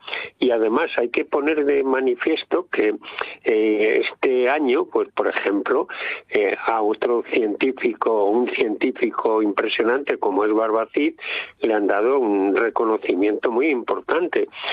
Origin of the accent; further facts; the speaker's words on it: Castile and León, Spain; que el maestro que tuve yo en mi pueblo, un pueblo de la provincia de Ávila